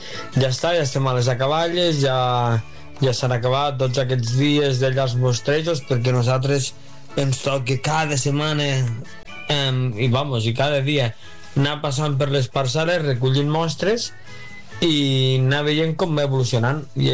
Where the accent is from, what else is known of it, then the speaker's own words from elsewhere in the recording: Almenar, Catalonia, Spain; Mira, nosaltres enguany hem tingut festa major, que jo sóc d'Almenar, i cada any és el tercer cap de setmana de setembre